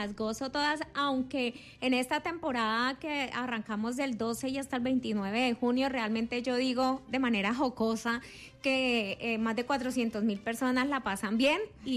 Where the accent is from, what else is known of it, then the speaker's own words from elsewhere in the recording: Neiva, Huila, Colombia; lo que realmente somos los huilenses y los neivanos